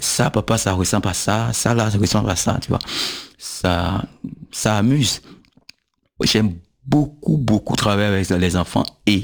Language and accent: French; Benin